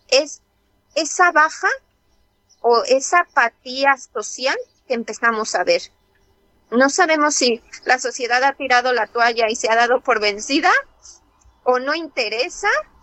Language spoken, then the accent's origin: Spanish; Mexico; now in Spain; yo soy mexicana, que llevo viviendo muchísimos años aquí en España